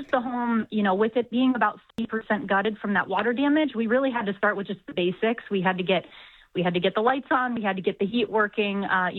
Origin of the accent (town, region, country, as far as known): Columbus, Ohio, United States; born or raised there; also born or lived in Baltimore / San Francisco / Cincinnati / Chicago; now in Detroit, United States